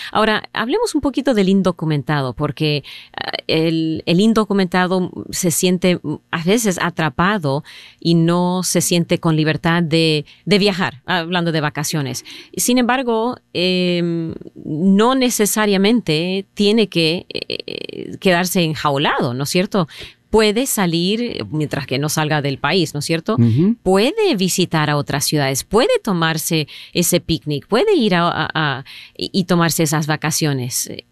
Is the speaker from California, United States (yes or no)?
no; Texas, United States; born there; Yo nací aquí en Texas